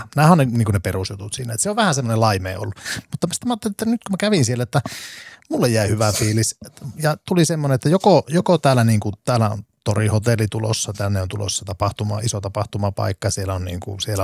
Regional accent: Keminmaa, Lapland, Finland; now in Oulu, Finland; mä oon tuolta Keminmaasta kotoisin

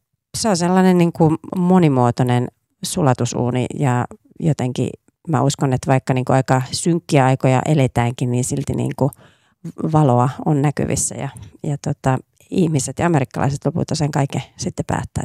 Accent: Oulu, North Ostrobothnia, Finland; Kotikaupunkini oululaisille.

